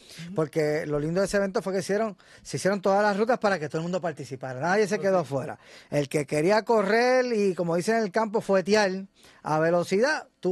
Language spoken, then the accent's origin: Spanish; San Lorenzo, Puerto Rico; soy samaritano de San Lorenzo. O sea, que estamos cerquita.